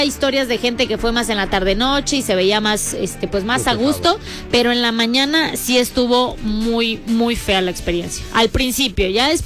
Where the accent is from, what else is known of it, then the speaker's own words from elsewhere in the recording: Yucatán, Mexico; Soy yucateca, güey.